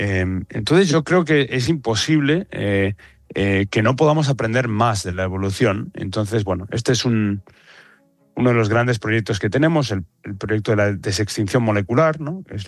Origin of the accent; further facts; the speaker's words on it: Spain; yo creo que todos como españoles, yo creo que y como habitantes del mundo